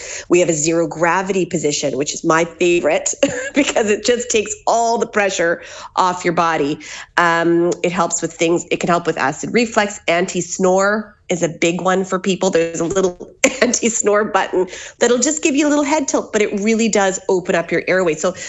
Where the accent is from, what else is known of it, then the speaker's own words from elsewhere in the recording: Canada; now in Ballina, Ireland; So I'm from Canada. I'm married to a Ballina man. We live here in Ballina in County Mayo.